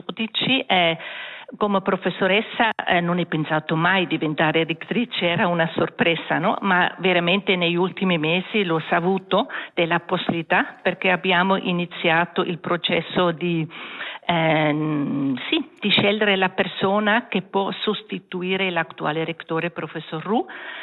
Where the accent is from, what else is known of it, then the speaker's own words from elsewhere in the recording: German-speaking Switzerland, Switzerland; Italian is a second language; sono svizzera tedesca